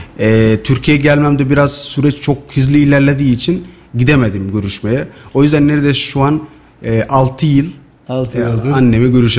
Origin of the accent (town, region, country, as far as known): Somalia; Turkish is a second language; moved away as an adult; now in Turkey